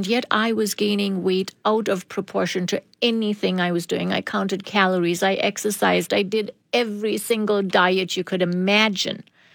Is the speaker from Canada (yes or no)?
no; South Africa; moved away as an adult; I'm from South Africa